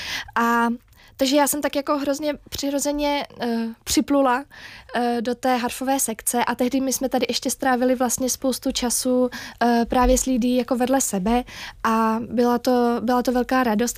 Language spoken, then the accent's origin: Czech; Prague, Czechia